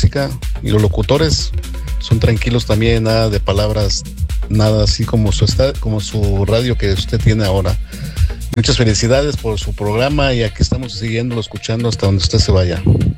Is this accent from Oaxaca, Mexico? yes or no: no; León, Guanajuato, Mexico; me pongo yo mi radio, que es allá de yo soy de León, Guanajuato. Escucho la radio que se llama la LG